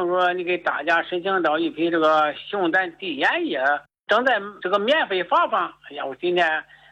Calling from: Handan, Hebei, China; 我是河北省邯郸市那丛台校区的啊。

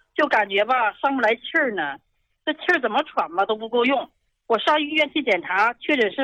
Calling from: Harbin, Heilongjiang, China; 我家是黑龙江哈尔滨的

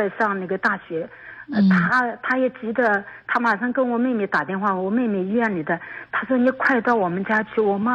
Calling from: Wuxi, Jiangsu, China; 我是无锡人。

